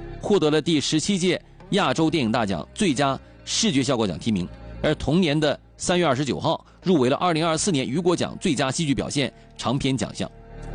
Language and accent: Chinese; China